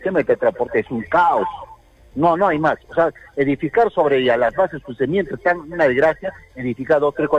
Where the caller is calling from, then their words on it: Arequipa, Peru; soy vecino de Mariano Melgar.